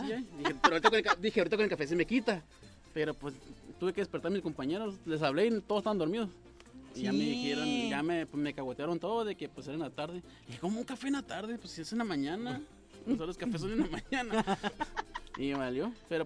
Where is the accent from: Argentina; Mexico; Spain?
Mexico; Valle de Guadalupe; soy de allá de Valle Guadalupe.